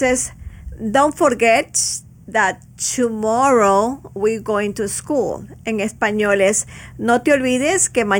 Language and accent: Spanish; Ecuador; de donde yo vengo, en Ecuador o en Sudamérica